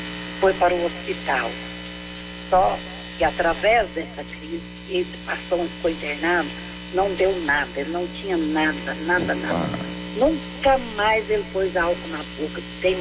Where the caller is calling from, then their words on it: Goiânia, Goiás, Brazil; Goiânia, Goiás.